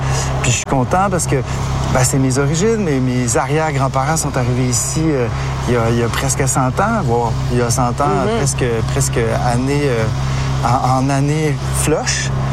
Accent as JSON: {"language": "French", "town": "Chicoutimi", "region": "Quebec", "country": "Canada", "tie": "born or raised there", "said": "Mais j'ai des souvenirs merveilleux, surtout de mon enfance, mon adolescence au Saguenay-Lac-Saint-Jean."}